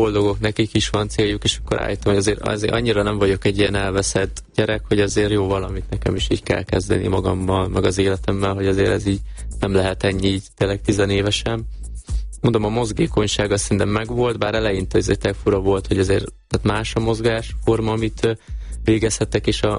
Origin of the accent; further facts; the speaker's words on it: Nagyváty, Baranya, Hungary; ugye a apukám maradt otthon a bátyámmal, ugye Pécs mellett, Nagyvátyon, ugye szülőfalumba